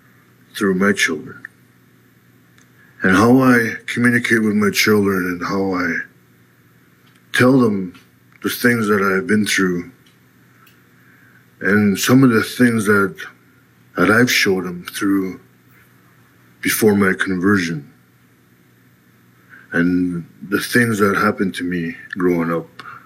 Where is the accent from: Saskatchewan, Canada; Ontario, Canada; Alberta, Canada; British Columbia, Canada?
Ontario, Canada; North Caribou Lake; I'm from North Kerbal Lake, also known as Round Lake, Yagamal Lake.